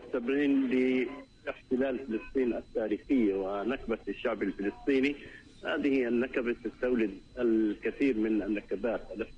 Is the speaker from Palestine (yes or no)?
yes; Palestine; نحن كفلسطينيين وعرب ومسلمين